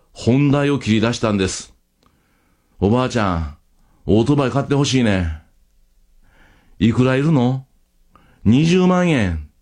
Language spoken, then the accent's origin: Japanese; Hiroshima, Japan; born there; 私は広島生まれの在日韓国人3世です。3歳の頃まで広島の父方の祖母の家で家族と共に暮らしていました。